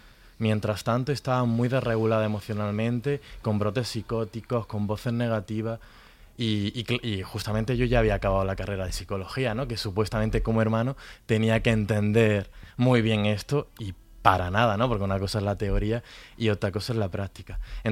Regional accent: Granada, Andalusia, Spain

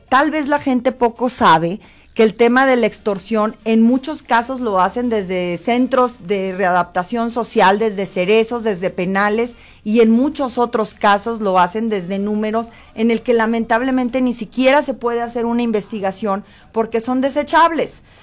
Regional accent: Zacatecas, Mexico

